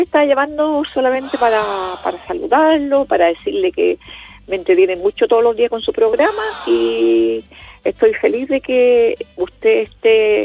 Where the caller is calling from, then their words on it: Concepción, Biobío, Chile; Soy de Concepción